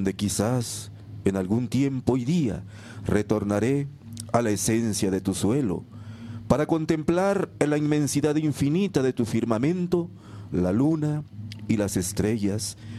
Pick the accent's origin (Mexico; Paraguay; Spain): Mexico; Zacualpa; born there; moved away; un poema que le dediqué a mi pueblito aquí, que se llama Zacualpa